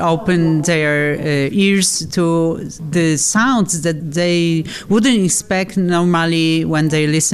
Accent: Katowice, Silesian Voivodeship, Poland; I'm not from Warsaw. I'm from Silesia, Katowice.

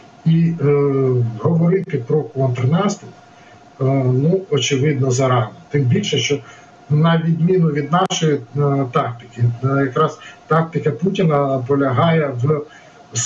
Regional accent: Sevastopol, Crimea, Ukraine; moved away; зараз я кримчанин, я Севастополь.

